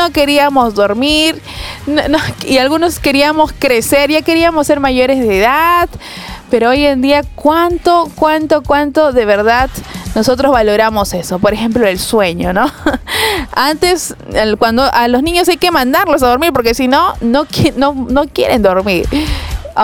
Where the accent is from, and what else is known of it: Chimbote, Ancash, Peru; born there; now in Lima, Peru